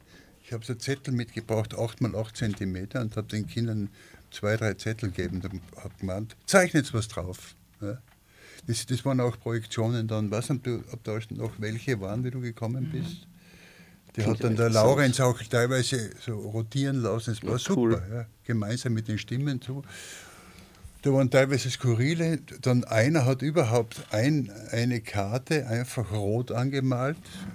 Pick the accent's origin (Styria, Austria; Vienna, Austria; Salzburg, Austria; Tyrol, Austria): Tyrol, Austria; Lienz; born there; Ich habe so etwas Ähnliches eh schon mal gemacht in Lienz, ja, also da, wo ich geboren bin.